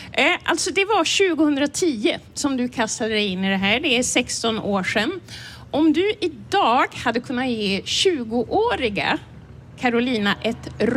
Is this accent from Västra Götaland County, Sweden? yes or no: no; Norrbotten County, Sweden; jag kommer ju från Norrbotten